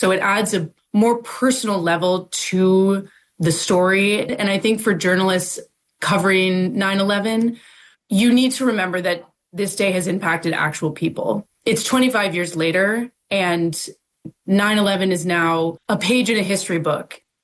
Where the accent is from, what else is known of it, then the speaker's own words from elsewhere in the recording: Fairfield, Connecticut, United States; now in New York City, United States; I grew up in Connecticut in Fairfield. And Bridgeport was the neighboring town.